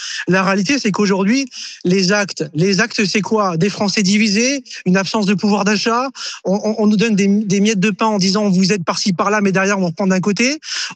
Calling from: France

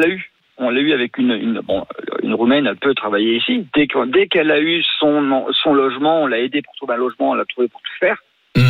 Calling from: France; moi je suis français

